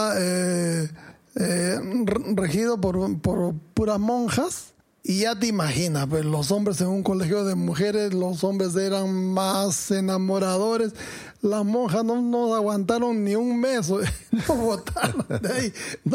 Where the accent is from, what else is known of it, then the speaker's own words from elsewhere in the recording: Chaclacayo, Lima, Peru; Sí, yo siempre he vivido en Chaclacayo, nací ahí, toda mi infancia la crecí ahí en el barrio, tuve una infancia muy humilde.